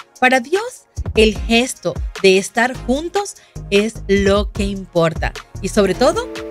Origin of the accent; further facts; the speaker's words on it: Venezuela; now in United States; en este día de celebrar la hamburguesa aquí en Estados Unidos y en mi país, en Venezuela, la parrilla